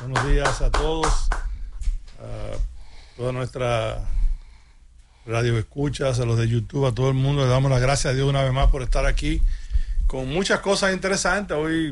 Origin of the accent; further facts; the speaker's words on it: Dominican Republic; Nosotros los dominicanos hicimos un compromiso y tenemos que apoyarlos.